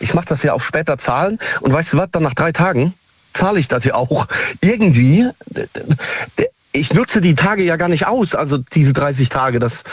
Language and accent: German; Siegen, North Rhine-Westphalia, Germany